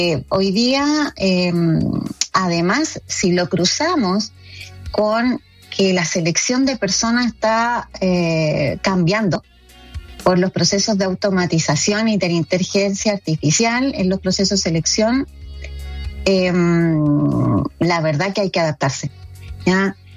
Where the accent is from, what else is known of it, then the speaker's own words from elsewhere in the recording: Chile; moved away as an adult; now in United States; Soy una mujer chilena, que inmigrante. Hace aproximadamente 3 años que me encuentro acá en Estados Unidos.